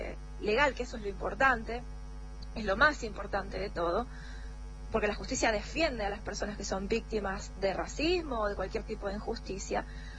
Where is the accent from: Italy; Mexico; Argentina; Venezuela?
Argentina; A los argentinos nos quieren.